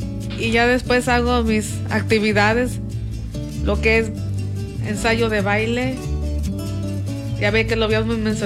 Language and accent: Spanish; San Jose, California, United States; Yo nací en San José, California.